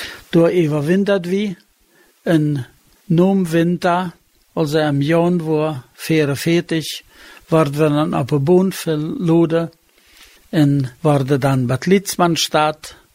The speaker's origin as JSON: {"language": "German", "town": "Piatykhatky", "region": "Dnipropetrovsk Oblast", "country": "Ukraine", "tie": "born or raised there", "second_language": "German", "said": "Ich bin Pietschichatka in der Ukraine geboren. Sie dort abgewachsen und hab dort gelebt bei der deutschen Truppe."}